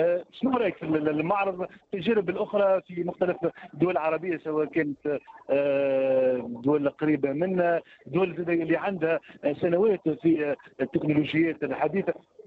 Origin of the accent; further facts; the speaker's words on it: Somalia; من وين؟ انا من الصومال